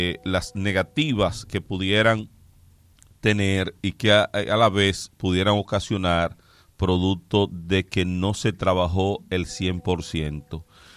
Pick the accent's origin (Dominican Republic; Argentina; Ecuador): Dominican Republic; como los dominicanos queremos